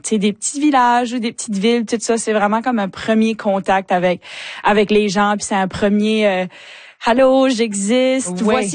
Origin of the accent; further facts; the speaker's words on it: Chéticamp, Nova Scotia, Canada; Ouais, j'ai grandi à Chétican, comme t'as mentionné, tu sais, fait que j'ai grandi en faisant partie de la troupe du Conseil des Arts de Chétican.